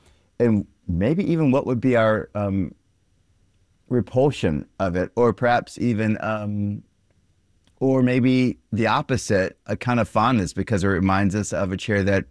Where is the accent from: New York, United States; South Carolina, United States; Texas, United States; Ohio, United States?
South Carolina, United States; Yeah, I did. I grew up in South Carolina